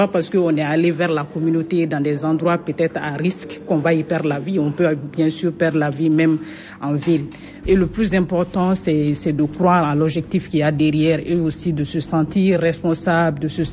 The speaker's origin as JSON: {"language": "French", "country": "Mali"}